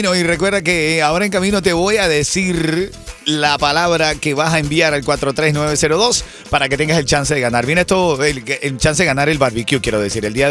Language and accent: Spanish; Venezuela; Yo soy venezolano, nacionalizado cubano, ajá, con raíces colombianas.